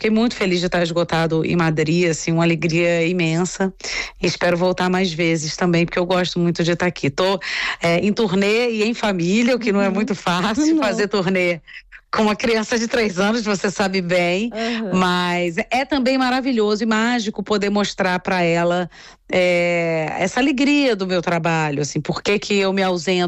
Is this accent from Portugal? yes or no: no; Rio de Janeiro, Brazil; eu sou do Rio